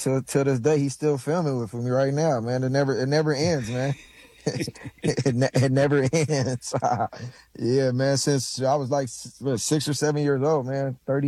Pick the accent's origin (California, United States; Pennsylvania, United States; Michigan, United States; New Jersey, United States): California, United States; Los Angeles; USC was right there in my backyard. I grew up in the Crenshaw district, and, you know, that was literally in my backyard